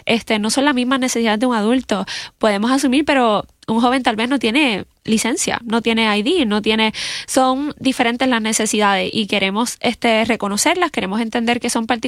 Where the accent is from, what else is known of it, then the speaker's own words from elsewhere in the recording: Naguabo, Puerto Rico; Yo soy de Naguabo.